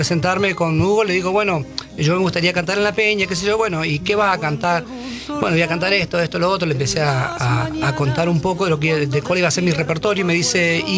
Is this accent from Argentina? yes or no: yes; Chaco, Argentina; yo como soy chaqueño tengo mucha influencia de la música litoral